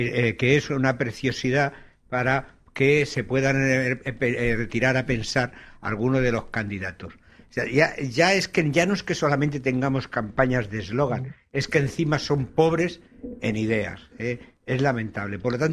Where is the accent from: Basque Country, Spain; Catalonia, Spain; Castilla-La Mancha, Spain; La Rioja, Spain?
Catalonia, Spain; moved away; Pues yo como catalán tengo algo que oponer a eso